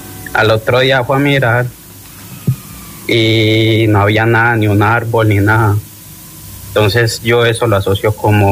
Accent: Medellín, Antioquia, Colombia; Yo soy de Medellín.

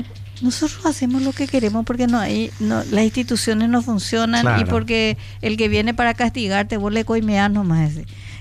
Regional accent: Paraguay; cómo somos los paraguayos.

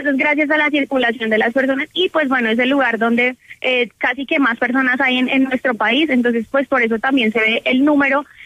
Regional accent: Colombia; Lo que pasa es que nosotros como colombianos

